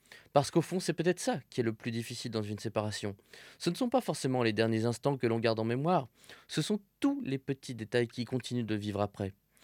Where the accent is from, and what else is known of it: France